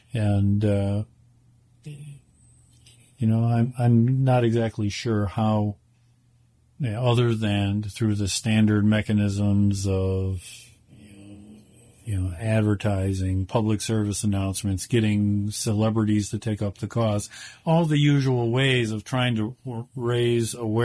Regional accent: Buffalo, New York, United States; moved away; I grew up in Buffalo. My parents are still there.

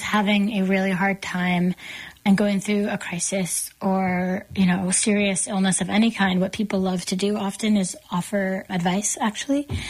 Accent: East Coast, United States; I'm from the East Coast and things like that.

